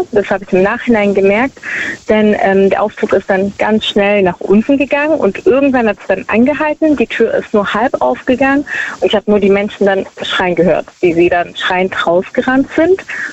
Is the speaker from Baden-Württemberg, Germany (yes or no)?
yes; Baden-Württemberg, Germany; Ich komme aus der Nähe von Stuttgart.